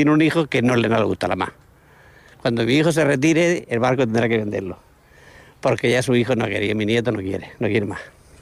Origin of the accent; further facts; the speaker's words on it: Mazarrón, Region of Murcia, Spain; now in Cartagena, Spain; Yo soy de Mazarrón.